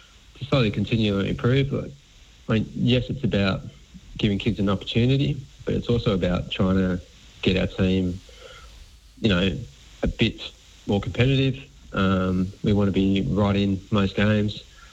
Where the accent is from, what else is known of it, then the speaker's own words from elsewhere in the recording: Hamilton, Victoria, Australia; Growing up in Hamilton, there's not a great deal in the way of options.